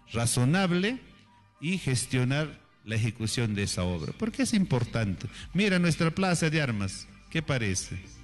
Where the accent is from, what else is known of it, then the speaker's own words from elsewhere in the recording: Yauya, Ancash, Peru; Yo vengo del distrito de Yauya, de Maribamba. Yo tenía Yo vengo de una comunidad de Centro Poblado, Tupac Amaru II.